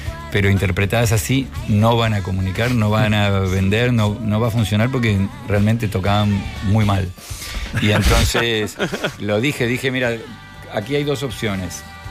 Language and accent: Spanish; Murcia, Region of Murcia, Spain; y yo decía, pero si soy de Murcia. ¿Dónde está?